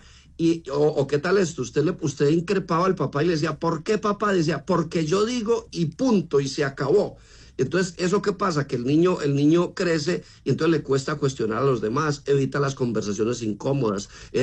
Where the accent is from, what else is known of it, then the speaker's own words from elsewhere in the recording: Marinilla, Antioquia, Colombia; Sí, yo nací en Marinilla.